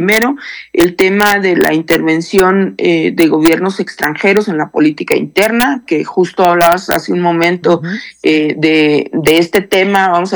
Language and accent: Spanish; Chihuahua, Mexico; Chihuahua, de donde yo soy oriunda además